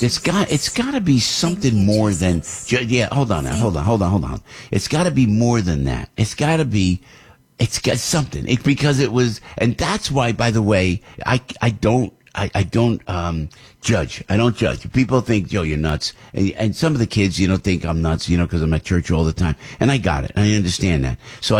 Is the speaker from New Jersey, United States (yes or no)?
yes; New Jersey, United States; But look, I'm from Jersey, and I'm cynical of everything.